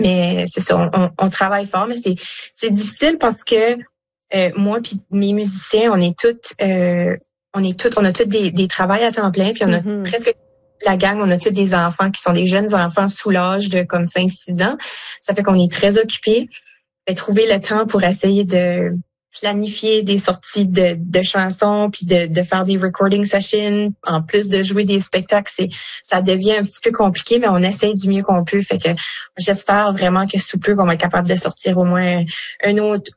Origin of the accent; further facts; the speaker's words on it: Canada; Comme moi, je suis acadienne, là, mes deux parents sont francophones acadiens